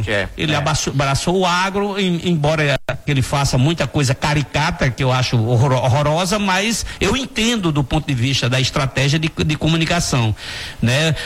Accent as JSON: {"language": "Portuguese", "area": "sertão", "region": "Northeast Brazil", "country": "Brazil", "said": "Eu sou do sertão."}